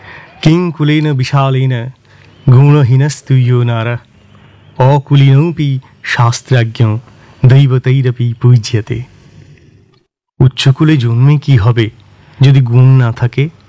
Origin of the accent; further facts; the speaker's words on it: India; আমার পরিচয়, আমি ভারতীয়।